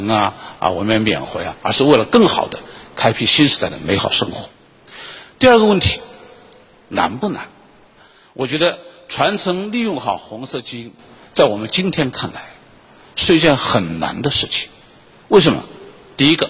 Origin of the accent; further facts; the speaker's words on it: Hunan, China; moved away; 我小的时候在湖南乡下